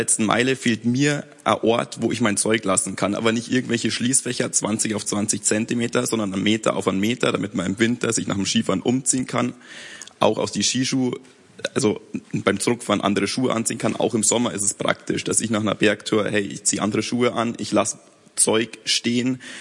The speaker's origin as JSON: {"language": "German", "town": "Lenggries", "region": "Bavaria", "country": "Germany", "said": "ich bin aus Lingries"}